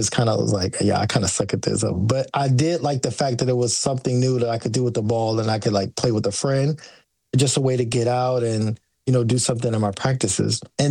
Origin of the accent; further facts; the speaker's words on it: United States; No, because I'm an American kid. We didn't soccer. We don't play no soccer.